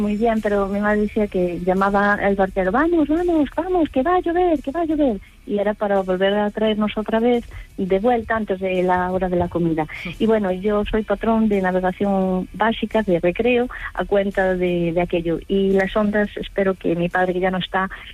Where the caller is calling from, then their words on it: Galicia, Spain; soy de Galicia profunda, de cerca de la raya con Portugal